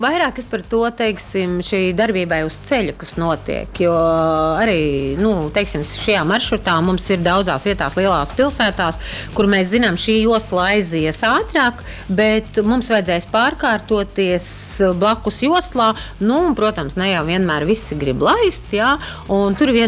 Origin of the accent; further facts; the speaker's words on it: Ventspils, Kurzeme, Latvia; Interesanti izcelsme, ja es esmu no Ventspils, no Kurzemes, tad viņš man ir no Preiļiem.